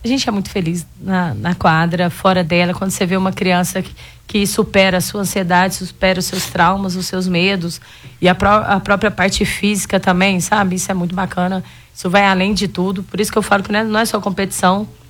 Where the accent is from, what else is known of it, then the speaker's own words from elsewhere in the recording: Goiás, Brazil; moved away as an adult; also born or lived in Uberlândia; E eu sou goiana, né? Sou de Goiás.